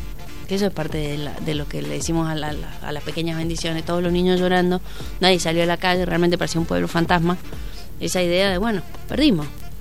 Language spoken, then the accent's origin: Spanish; Argentina; somos un país tremendamente futbolero